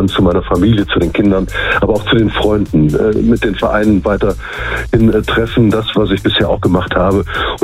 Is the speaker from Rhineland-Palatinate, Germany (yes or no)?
yes; Birresborn, Rhineland-Palatinate, Germany; also born or lived in Trier; das bleibt mein Heimatdorf und es ist der Rückzugspunkt.